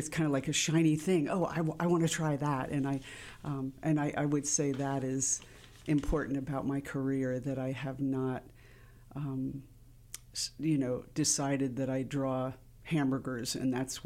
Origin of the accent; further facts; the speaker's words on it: New York, United States; also born or lived in California; I grew up pretty much outside of New York City in the mm-hmm. suburbs, mm-hmm. and half an hour, really close.